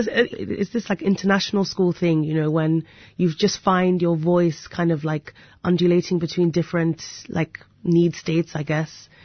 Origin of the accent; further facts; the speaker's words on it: Nigeria; accent: Nigerian; my accent started getting more and more Nigerian